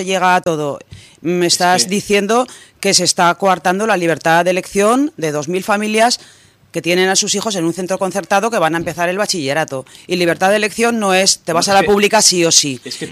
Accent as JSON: {"language": "Spanish", "town": "Borja", "region": "Aragon", "country": "Spain", "tie": "born or raised there", "said": "Borja, mi pueblo. 5.000 habitantes."}